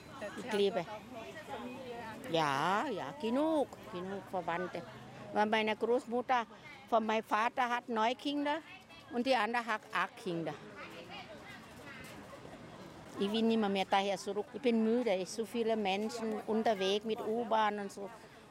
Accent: Thailand; German is a second language; In Pension gehe in Thailand, bleibe in Thailand leben. Ja, ist meine Heimat.

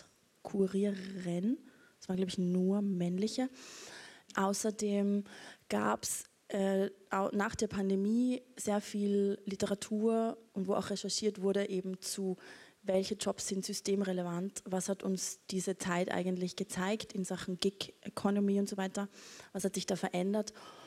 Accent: Austria; Wir haben da ein bisschen einen Kulturclash, weil sie ist norddeutsch, ich bin aus Österreich.

